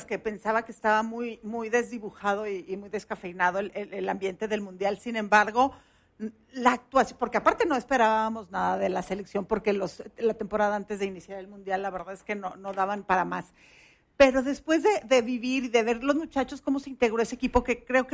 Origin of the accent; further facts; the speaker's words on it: Mexico; nosotros tenemos como mexicanos años sin celebrar algo